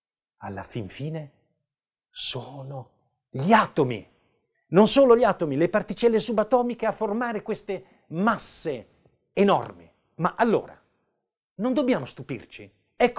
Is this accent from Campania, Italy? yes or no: no; Apulia, Italy; poi inserisco un grande sasso, che è un sasso della mia terra, delle Murge, e compongo la meteora